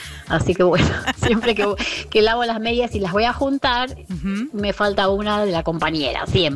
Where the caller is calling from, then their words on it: Valeria del Mar, Buenos Aires Province, Argentina; de Valeria del Mar.